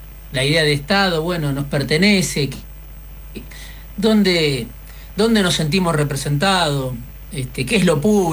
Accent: Argentina; nosotros también somos Argentina

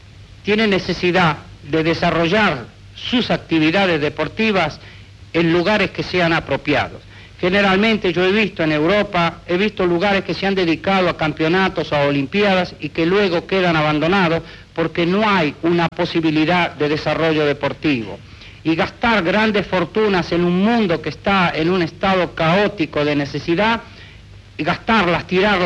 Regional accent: Argentina; como argentinos verdaderos no queremos hacer.

